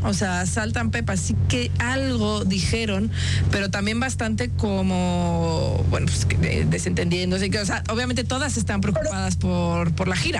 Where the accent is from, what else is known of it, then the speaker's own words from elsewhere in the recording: Mexico; Es que como somos los mexicanos también, ¿no?